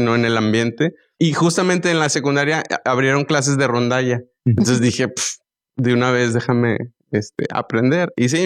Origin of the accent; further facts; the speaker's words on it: Monterrey, Nuevo León, Mexico; todos éramos regios